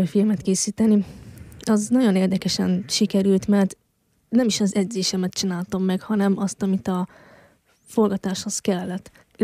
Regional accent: Miskolc, Borsod-Abaúj-Zemplén, Hungary; hiszen Miskolc születésű vagyok, itt élek 22 éve

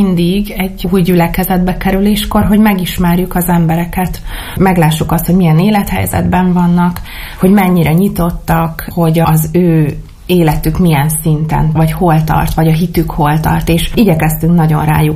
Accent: Nagydobos, Szabolcs-Szatmár-Bereg, Hungary; moved away as an adult; now in Sárospatak, Hungary; Tudták, hogy Nagydobosról származom

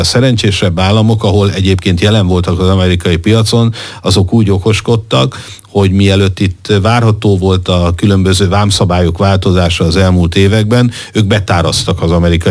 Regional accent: Hungary; mint magyar

